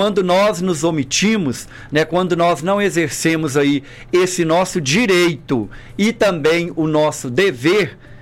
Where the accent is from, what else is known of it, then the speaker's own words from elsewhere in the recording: Pompéu, Minas Gerais, Brazil; Moro aqui bem próximo à rádio, ali no Beco, né, na rua Antônia Alves de Lima. Nasci aqui em Pompéu. A minha família, né, a minha mãe, o meu pai, de Três Marias, a parte maior, né, da minha família.